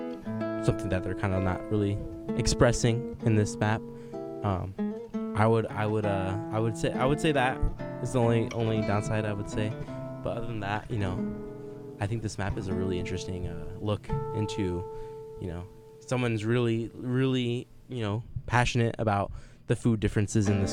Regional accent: Sacramento, California, United States; now in Davis, United States; as a local, I'm not from Davis, but I'm from Sacramento area

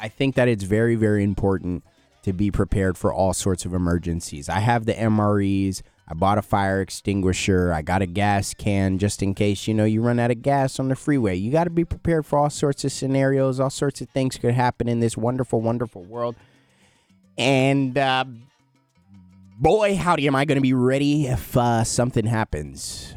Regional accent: United States

